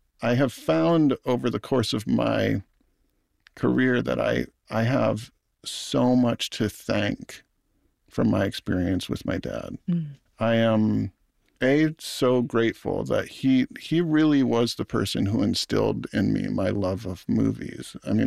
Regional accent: Hawaii, United States; I always sort of compartmentalized my upbringing and my culture and growing up in Hawaii as sort of a separate thing than my experience as a filmmaker.

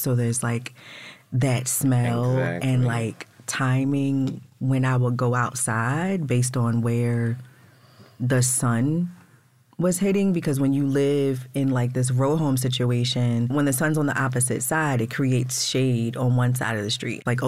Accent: Baltimore, Maryland, United States; Here. Okay, Baltimore and Northern Maryland.

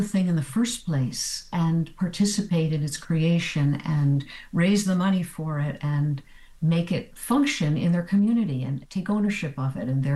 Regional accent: New Jersey, United States; And I have a couple of commissions on the horizon from groups in my home state of New Jersey

